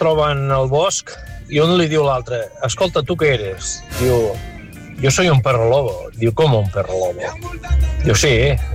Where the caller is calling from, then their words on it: Manresa, Catalonia, Spain; de Manresa.